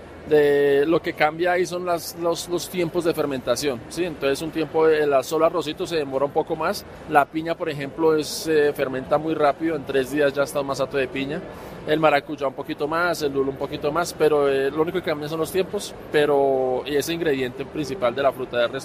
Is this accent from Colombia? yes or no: yes; Bogotá, Colombia; born there; Mi papá tiene herencia caldense y soy Rolo por parte de mi mamá, pero yo soy nacido aquí en Bogotá, amo Bogotá.